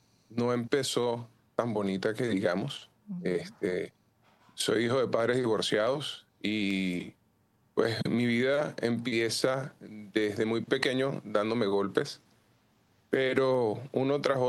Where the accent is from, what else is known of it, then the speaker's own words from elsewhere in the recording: Barinas, Venezuela; moved away as an adult; now in Aruba; Bueno, soy de Venezuela, de Barinas, un pueblo, una ciudad pequeña, cerca de casi la frontera con Colombia, pero aquí en la isla es totalmente diferente, la verdad.